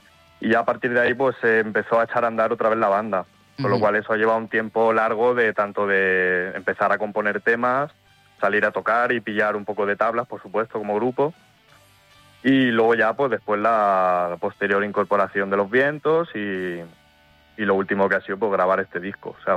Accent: Villardompardo, Andalusia, Spain; Mi pueblo es Villardón Pardo.

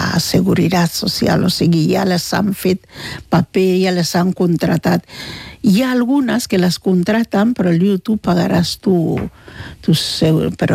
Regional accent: Catalonia, Spain; born there; Jo d'aquí vaig nascut a l'Hospital de Sant Pau.

